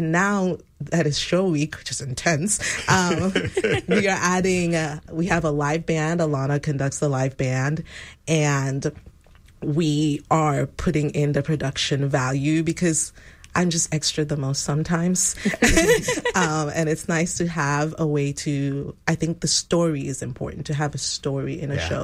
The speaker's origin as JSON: {"language": "English", "country": "Nigeria", "tie": "born or raised there", "moved": "yes", "lives_now": "Texas, United States", "said": "I'm a transplant. I'm originally from Nigeria, and when we moved to Texas"}